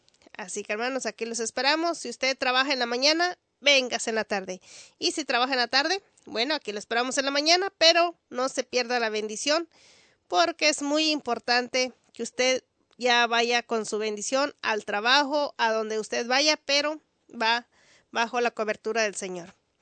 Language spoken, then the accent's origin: Spanish; Mexico; Porque es algo bonito cuando vemos nuestra cabaña de México. Yo soy mexicana y me gusta ver cómo está esa cabaña.